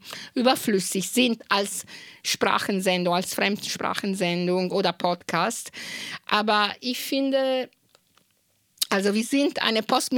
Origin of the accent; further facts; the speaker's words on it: Italy; first language Italian; German is a second language; Heimat, also aus Italien, erzählen. Ja, und selbst wenn ich Deutsch kann, also Italienisch ist auch meine Heimat.